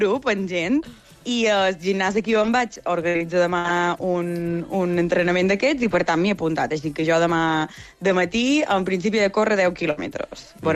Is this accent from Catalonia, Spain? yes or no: no; Sencelles, Balearic Islands, Spain